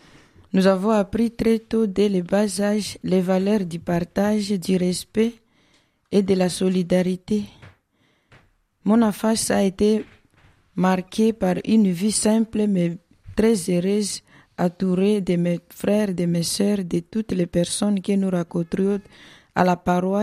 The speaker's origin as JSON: {"language": "French", "town": "Bunia", "region": "Ituri", "country": "DR Congo", "tie": "born there", "said": "de la Charité maternelle. Je viens de la République démocratique du Congo, précisément du diocèse de Bunia. J'ai grandi dans une famille chrétienne où la foi occupait une place importante dans la vie quotidienne."}